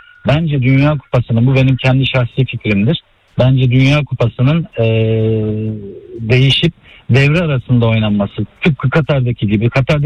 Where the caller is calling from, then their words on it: Istanbul, Turkey; Şu an Bebek'teyim.